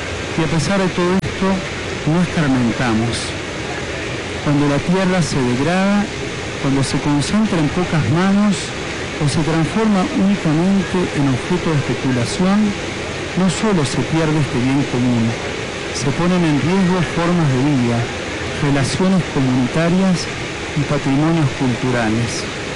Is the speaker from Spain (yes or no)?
no; Argentina; deseamos acogerlo como pueblo argentino